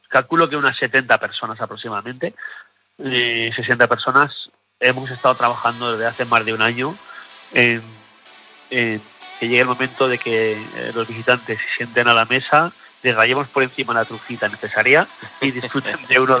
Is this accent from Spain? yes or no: yes; Valencian Community, Spain; now in Teruel, Spain; Yo soy valenciano, ¿eh?